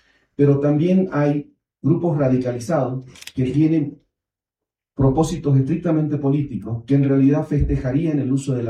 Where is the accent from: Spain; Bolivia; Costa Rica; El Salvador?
Bolivia